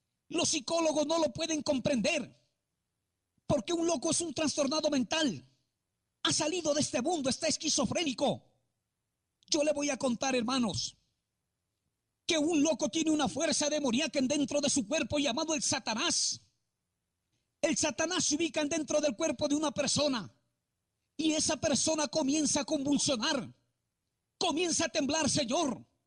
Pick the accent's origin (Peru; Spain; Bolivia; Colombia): Peru; Penachí, Lambayeque; soy de Salas Penachí.